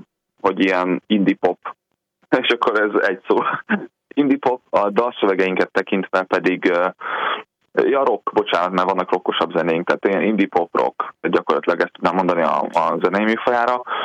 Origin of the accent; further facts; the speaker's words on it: Miskolc, Borsod-Abaúj-Zemplén, Hungary; Illetve volt egy helyi közösségünk, én miskolci származású vagyok